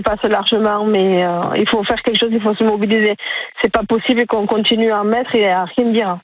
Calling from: Benquet, Nouvelle-Aquitaine, France; je suis à Binquet. Mmh. Je suis à Binquet.

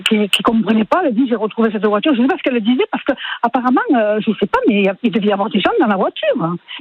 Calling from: Mauguio, Occitanie, France; j'arrive chez moi, j'habite à Moggio.

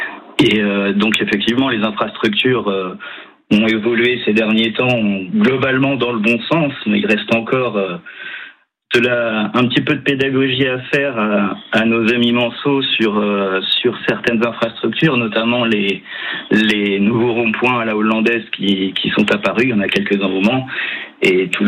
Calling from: Le Mans, Pays de la Loire, France; Oui, j'habite au Mans.

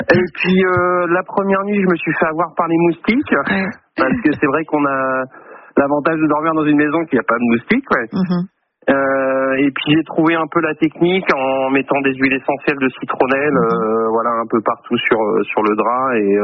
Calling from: Moult, Normandy, France; Là, moi, je suis sur Moult.

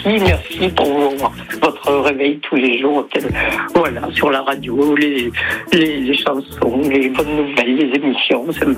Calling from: Provence-Alpes-Côte d'Azur, France; Un peu plus loin, en Provence, à côté de Salon de Provence.

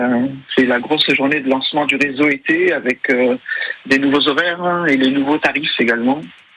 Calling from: Bidart, Nouvelle-Aquitaine, France; Oui, c'est ça, je suis à Bidart

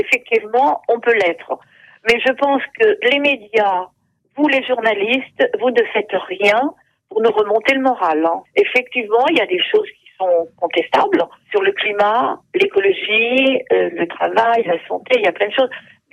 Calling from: Nouvelle-Aquitaine, France; Je suis à Saint-Thierry-les-Bois.

